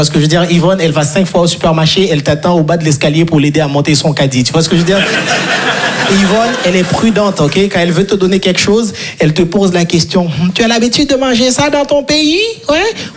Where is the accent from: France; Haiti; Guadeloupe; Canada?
Haiti; Moi, je viens de Haïti. Est-ce que par applaudissement, tout le monde voit ce que c'est Haïti?